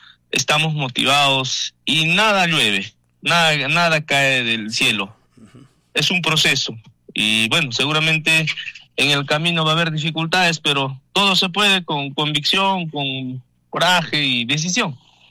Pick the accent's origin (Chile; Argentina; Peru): Peru; Coracora, Ayacucho; yo soy natural de Coracora, barrio San Marcos. Yo he estudiado pues mi primaria en la 9 de diciembre, y bueno, nuestro pedagógico pues de la ciudad de Coracora.